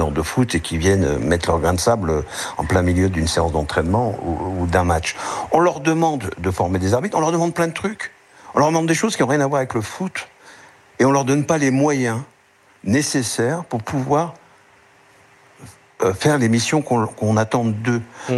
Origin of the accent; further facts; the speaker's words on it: Île-de-France, France; Chaque week-end, chez nous, en Île-de-France, ressemble à des championnats de France de jeunes.